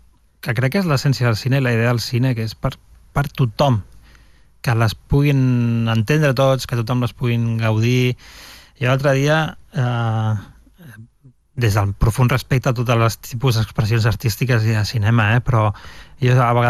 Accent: L'Hospitalet de Llobregat, Catalonia, Spain; also born or lived in Barcelona; Jo vaig néixer a la Clínica Sant, sí, Jordi de Barcelona, i vaig anar a viure a l'Hospitalet, que és on vaig créixer

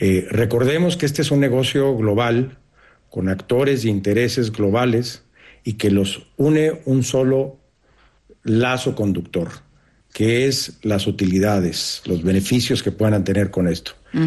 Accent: Mexico

